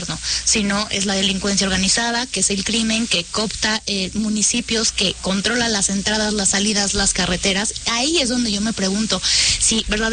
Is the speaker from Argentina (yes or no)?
no; Mexico